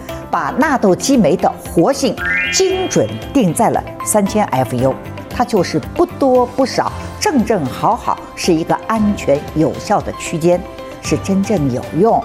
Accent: Shanghai, China; 我们上海话叫个俗，普通话就叫划算。

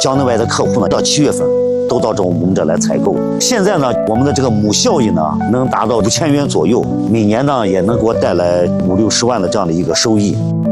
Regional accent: Xinjiang, China; 是一名土生土长的六户地人。

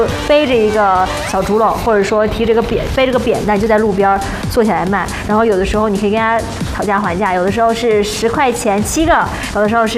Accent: Hubei, China; 我们湖北人嗑那个莲子米，就是新鲜的莲蓬米。

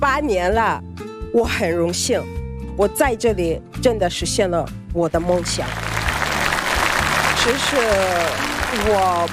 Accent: Kenya; Chinese is a second language; 大家好，我是来自肯尼亚的

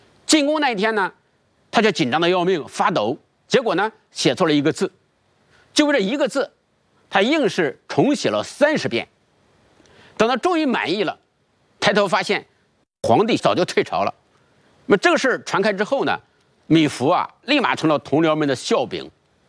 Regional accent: China; 但是这一点都不耽误我们中国人对小满这个解气的独特的哲学思考。

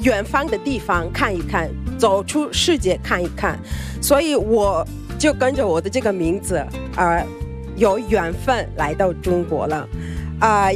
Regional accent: Kenya; Chinese is a second language; now in China; 大家好，我是来自肯尼亚的

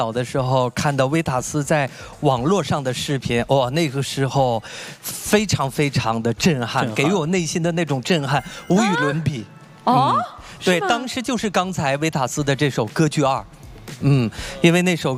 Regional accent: Changchun, Jilin, China; 到我的家乡长春，

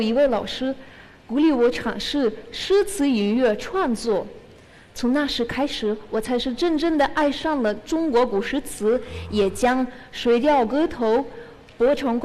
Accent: Russia; Chinese is a second language; now in China; 大家好，我是来自俄罗斯的 … ，目前在清华大学读国际关系专业，大四。

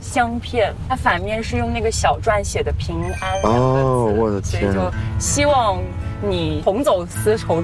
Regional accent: Jingzhou, Hubei, China; 我是湖北人，我是荆州的。然后荆州以前是楚国的都城。然后我们那儿是有楚绣的。

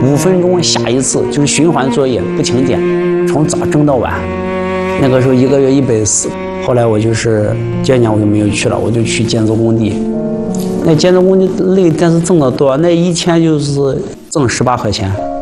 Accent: Xi'an, Shaanxi, China

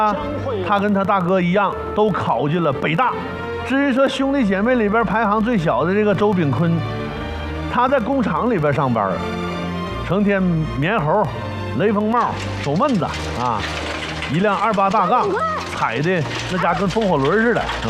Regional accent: Northeast China, China; 作为一个东北人呢

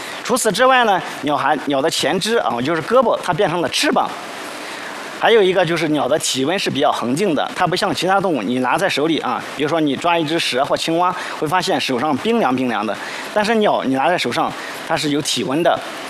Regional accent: China; 陆丰龙是我们国家啊中国人第一个发掘研究复原和装架的恐龙，被称为中华第一龙

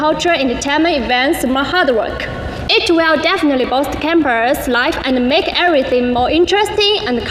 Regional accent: China; I come from China.

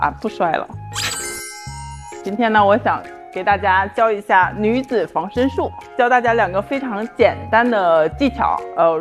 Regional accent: Northeast China, China; 因为我是东北人嘛，所以我给大家带来一个东北酸菜饺子。

